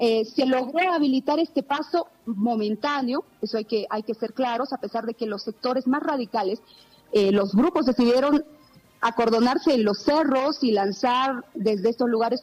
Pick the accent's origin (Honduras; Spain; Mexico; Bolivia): Bolivia; Un saludo desde Bolivia.